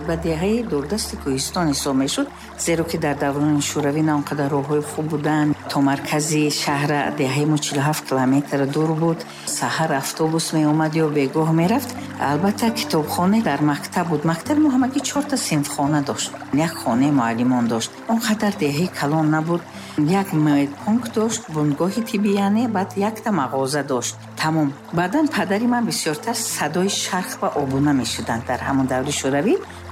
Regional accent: Panjakent, Sughd, Tajikistan; moved away; кӯдакиам дар деҳа гузаштааст ва деҳаи ман хело деҳаи зебо аст.

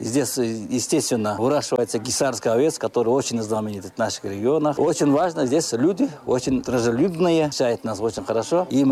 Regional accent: Bishkek, Kyrgyzstan; Я приехал из Кыргызстана, Кыргызской республики, из города Бишкек.

